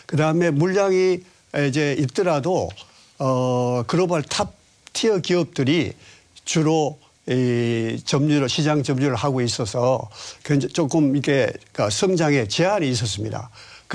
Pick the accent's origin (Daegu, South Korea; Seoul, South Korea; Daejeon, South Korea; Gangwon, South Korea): Daegu, South Korea; moved away as an adult; 대구에서 고등학교까지 졸업하고 대학을 서울로 진학했습니다.